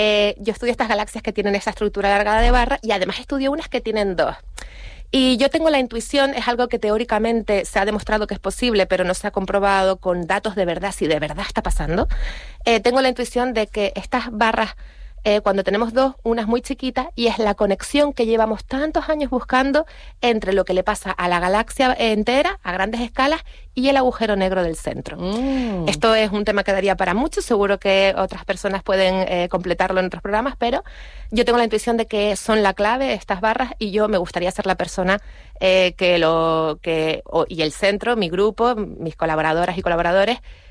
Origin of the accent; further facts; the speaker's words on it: Canary Islands, Spain; como canaria, que cuidemos un poquito más nuestra isla